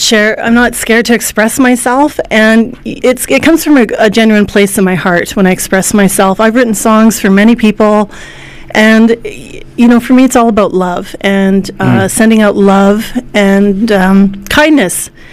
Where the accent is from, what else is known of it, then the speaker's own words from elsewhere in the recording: Yellowknife, Northwest Territories, Canada; now in Edmonton, Canada; I'm a local artist from Edmonton, Alberta. I grew up in Yellowknife, Northwest Territories. And I've been in Edmonton for a number of years.